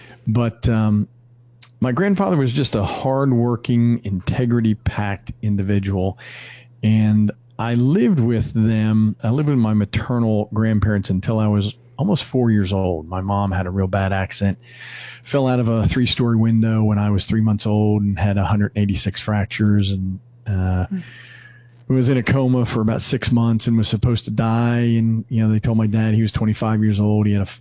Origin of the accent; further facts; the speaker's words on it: Northeast, United States; Growing up in the Northeast, you know, you pretty well knew anybody who was a Christian, you know, especially in my high school.